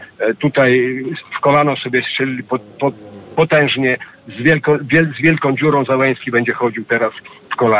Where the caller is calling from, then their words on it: Brussels, Brussels-Capital Region, Belgium; witam ze słonecznej Brukseli … z Brukseli.